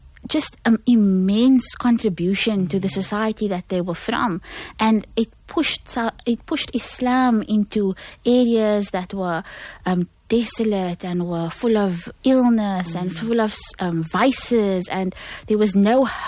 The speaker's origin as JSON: {"language": "English", "country": "South Africa", "said": "as specifically as South African Muslim people in this community, we realize that there is so much commonality, and that instead of it being two separate things, like I'm South African and I'm Muslim"}